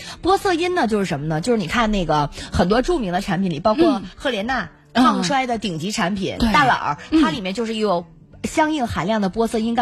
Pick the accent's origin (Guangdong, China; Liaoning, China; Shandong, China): Liaoning, China; Shenyang; 彰显着我们沈阳人咱东北人的实诚